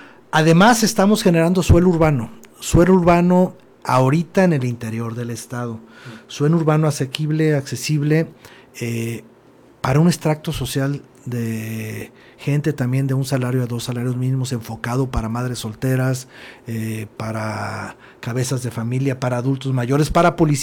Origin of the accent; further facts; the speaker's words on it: Ahualulco de Mercado, Jalisco, Mexico; Yo soy del municipio de Agualulco.